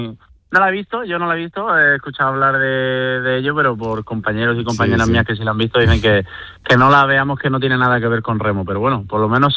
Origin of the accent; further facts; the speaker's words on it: Torrevieja, Valencian Community, Spain; yo empecé a remar en mi ciudad natal, en Torrevieja